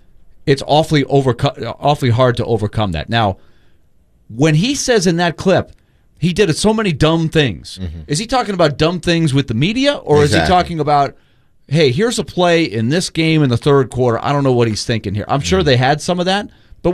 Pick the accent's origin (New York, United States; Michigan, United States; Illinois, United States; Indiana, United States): New York, United States; when I grew up in New York.